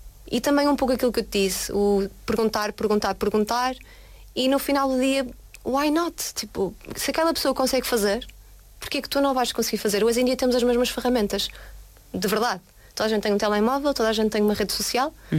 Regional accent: Vila Nova de Gaia, Norte, Portugal; Eu diria Praia da Granja, que é o sítio de onde eu venho, genuinamente. Claro. É um sítio muito feliz. É um sítio com uma luz incrível. É um sítio que te oferece paz, mas ao mesmo tempo muita clarividência.

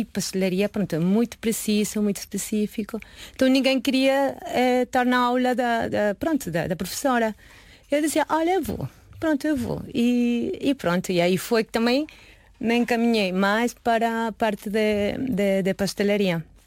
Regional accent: Yucatán, Mexico; Portuguese is a second language; moved away as an adult; also born or lived in Argentina; now in Portugal; no México, bem, eu sou de Yucatán, que é a província

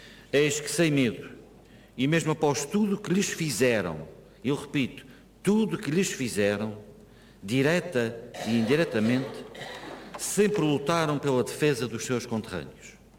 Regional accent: Terceira Island, Azores, Portugal; Durante décadas, crescemos com a base aérea número 4, nas Lajes, como parte integrante da nossa paisagem e da nossa identidade.

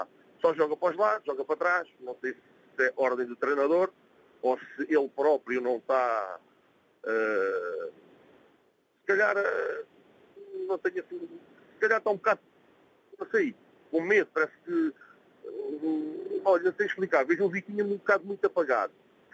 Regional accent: Portugal; como somos a cauda da Europa e somos os tais portugueses que, para muitos, até dizem que a gente somos espanhóis, não reconhecem Portugal

